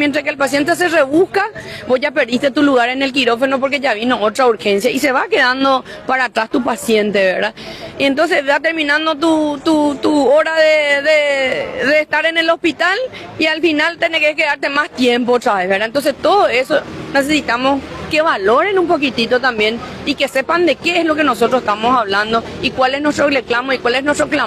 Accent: Paraguay; Nosotros como paraguayos

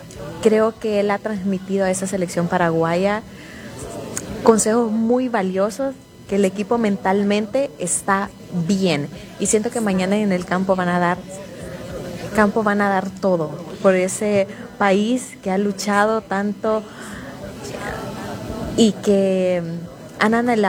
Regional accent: El Salvador; now in United States; me alegra muchísimo que voy a ser parte como salvadoreña

